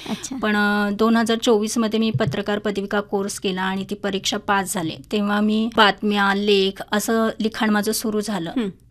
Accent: Pandharpur, Maharashtra, India; moved away as an adult; now in Devrukh, India; माझं मूळ गाव पंढरपूर आहे आणि पंढरपूर येथील कर्मवीर भाऊराव पाटील या कॉलेजमधून मी वाणिज्य क्षेत्रातील पदवी घेतली आहे.

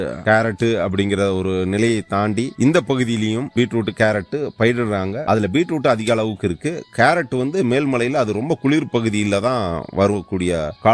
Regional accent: Pethuparai, Tamil Nadu, India; எனக்கு அகவை 45, பிறந்தது முதற்கொண்டு பேத்துப்பாறை தான். அதனால நான் எங்கிருந்தும் வரல, இங்கேயே பிறந்து இங்கேயே வாழ்ந்துகிட்டு.

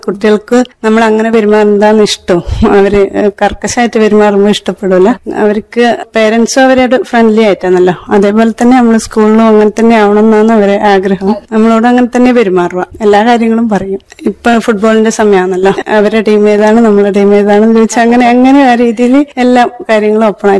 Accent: Kuttiattoor, Kerala, India; born there; moved away as an adult; now in Mayyil, India; എന്റെ വീട് കുറ്റിയാട്ടൂരാണ്. മയിലിനടുത്ത് തന്നെയുള്ള സ്ഥലമാണ്. ഇവിടെ കല്യാണം കഴിച്ചുള്ളത്.

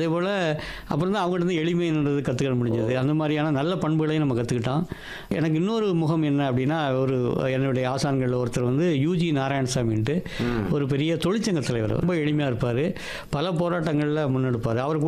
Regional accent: Kadayanallur, Tamil Nadu, India; born there; moved away; also born or lived in Madurai / Thirumangalam; ஐயா நான் வந்து என்னுடைய பூர்வீகம் வந்து கடையநல்லூர், அதாவது பழைய திருநெல்வேலி மாவட்டம், இப்போது கிடைக்கக்கூடிய தென்காசி மாவட்டம்.

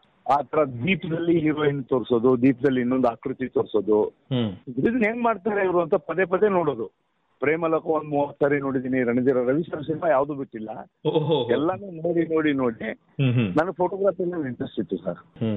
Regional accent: Bagalkot, Karnataka, India; ನಾವು ಮೂಲತಃ ನಮ್ದು ಬಾಗಲಕೋಟೆ, ಮೂಲತಃ ಉತ್ತರ ಕರ್ನಾಟಕದವರು.

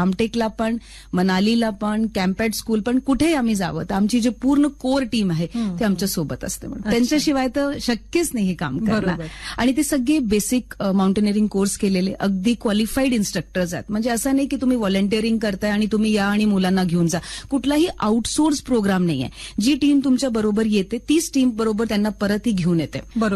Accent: Chandigarh, India; moved away; also born or lived in Himachal Pradesh; माझा hometown Chandigarh plus Himachal तर माझा जो रूट्स आहे ते खूप स्ट्रॉंग आहे

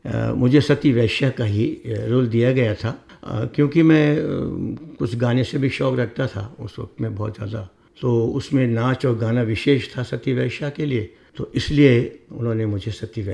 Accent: Moradabad, Uttar Pradesh, India; मेरा जन्म मुरादाबाद में हुआ

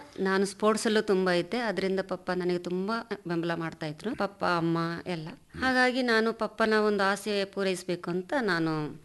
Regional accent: Rangasamudra, Karnataka, India; also born or lived in Palur; now in Kushalnagar, India; ನಾನು ಹುಟ್ಟಿರೋದೆಲ್ಲ ರಂಗಸಮುದ್ರದಲ್ಲಿ.

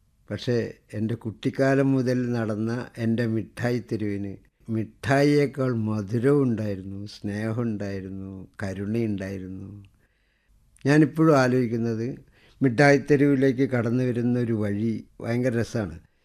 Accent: Kozhikode, Kerala, India; ആ കൊടിമരം സാക്ഷിയായിട്ടാണ് ഞങ്ങൾ കോഴിക്കോട്ടുകാർ ഈ സാധനങ്ങളൊക്കെ കാട്ടിക്കൂട്ടുന്നത്.

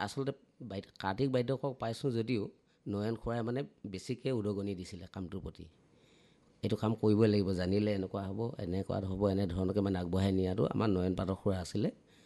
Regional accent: Assam, India; বিশেষ আমাৰ নিজৰ অসমীয়া মানুহৰ কামখিনি, খোলটো আমাৰ নিজৰ, ঢোলটো নিজৰ, আৰু নেগেৰাখিনিও নিজৰে।

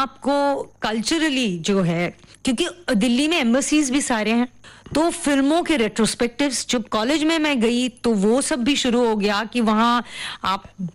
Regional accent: Pune, Maharashtra, India; born there; मैं एक्चुअली पुणे में पैदा हुई थी

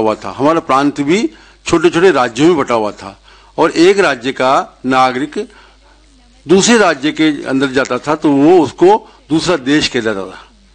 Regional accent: Rajasthan, India; हम राजस्थान के निवासी हैं

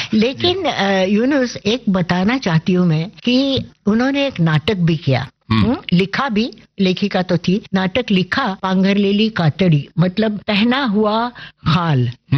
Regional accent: Pune, Maharashtra, India; also born or lived in Lucknow; हाँ पुणे आ गई और नाना के पास, मतलब अपने पिता के पास, मेरे नाना अप्पा नाम कहते थे, और तब से मैं उनकी छत्र छाया में पली बड़ी।

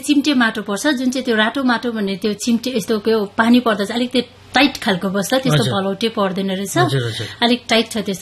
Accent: Timpem, Sikkim, India; म चाहिँ तिम्पेमबाट हो … मेरो गाउँको नाम चाहिँ तिम्पेम हो। साजुङदेखि 1 किलोमिटर यताभित्र पस्यो भने चाहिँ हाम्रो गाउँ तिम्पेम भनेर भेट्नुहुन्छ तपाईँले त्यहाँनिर।

